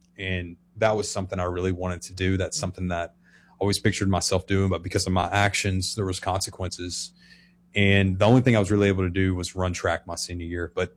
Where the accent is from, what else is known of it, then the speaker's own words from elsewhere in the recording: Arkansas, United States; I grew up here in Central Arkansas. Kind of my backstory. I was raised in church